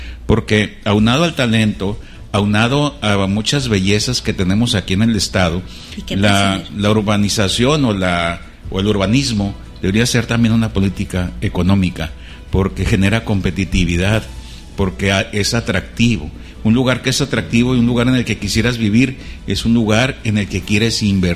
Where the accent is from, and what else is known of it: Culiacán, Sinaloa, Mexico